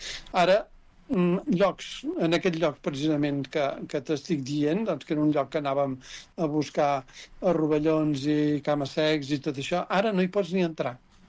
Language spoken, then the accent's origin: Catalan; Catalonia, Spain; born there; jo recordo quan era petit, allà a Sant Sebastià, que no hi havia tant bosc encara, que jo ara tinc 67 anys